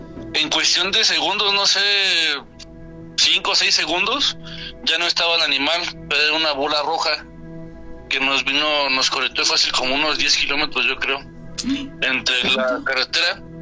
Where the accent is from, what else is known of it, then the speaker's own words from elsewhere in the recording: Saltillo, Coahuila, Mexico; yo vengo de yo soy de Saltillo, Coahuila. Yo viví mucho tiempo allá en Coahuila.